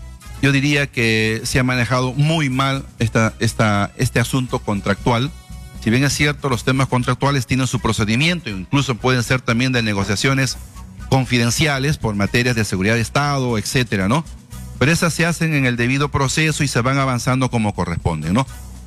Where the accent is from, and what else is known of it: Peru